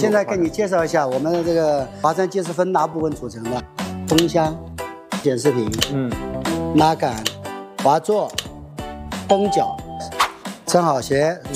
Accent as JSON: {"language": "Chinese", "region": "Jiangxi", "country": "China", "said": "是我们江西人的骄傲。"}